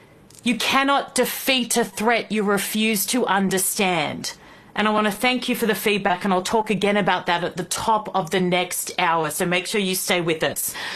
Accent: Australia; Yes, I'm an Aussie, but I make a show … that is for America

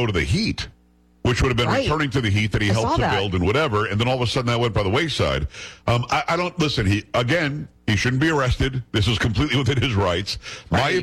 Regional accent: New York, United States; Well, I would because I'm from New York.

